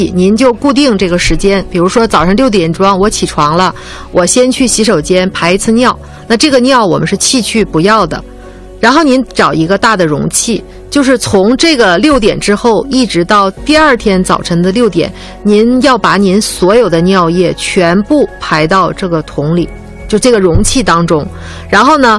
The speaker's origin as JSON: {"language": "Chinese", "region": "Northeast China", "country": "China", "accent": "Northeastern", "said": "用我们东北话说，"}